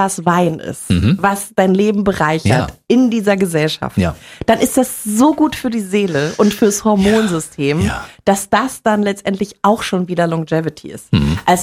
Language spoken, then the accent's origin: German; Bavaria, Germany; Ich komme aus Bayern.